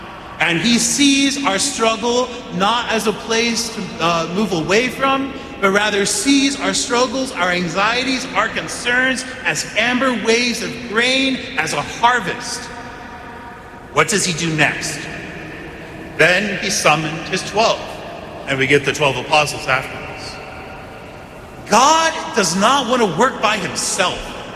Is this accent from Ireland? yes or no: no; Texas, United States; born or raised there